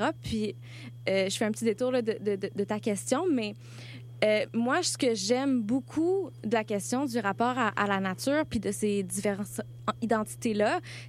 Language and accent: French; Quebec, Canada; moved away as an adult; now in Montreal, Canada; Moi, je viens de Montérégie, de comme, autour de nous, c'est juste des champs de maïs.